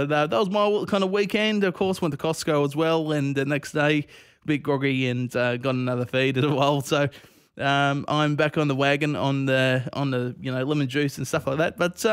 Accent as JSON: {"language": "English", "town": "Cranbourne", "region": "Victoria", "country": "Australia", "tie": "born or raised there", "said": "I went over to Cranbourne, Victoria, my hometown, of course, of Cranbourne, and I was born in Dandenong Hospital, so all your southeast mob out there"}